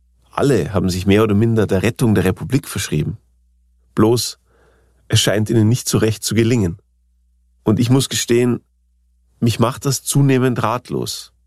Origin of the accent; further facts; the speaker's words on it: Ingolstadt, Bavaria, Germany; Ich komme, wie gesagt, aus Bayern, aus Ingolstadt, das hört man vielleicht auch.